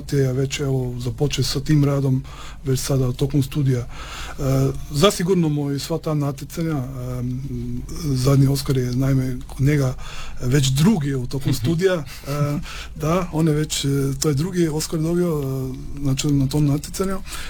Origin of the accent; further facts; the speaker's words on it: Slovenia; now in Croatia; inače dolazim iz Slovenije, ali evo, studijski putevi su me nekako naveli na to da sam ostao evo tu u Istri i u Hrvatskoj.